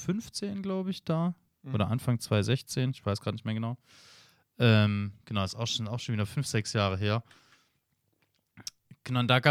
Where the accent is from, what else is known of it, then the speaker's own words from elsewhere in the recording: Stuttgart, Baden-Württemberg, Germany; now in Leipzig, Germany; irgendwie halt viel aus Leipzig und wo ich herkomme, aus Stuttgart